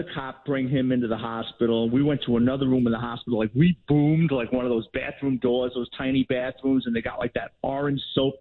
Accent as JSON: {"language": "English", "town": "New York City", "region": "New York", "country": "United States", "tie": "born or raised there", "said": "growing up in the Bronx"}